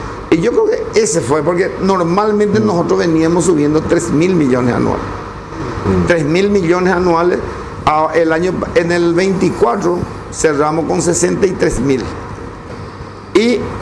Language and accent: Spanish; Tebicuarymí, Paraguarí, Paraguay; yo soy oriundo de Tibicuaremí. No, límite, Paraguay.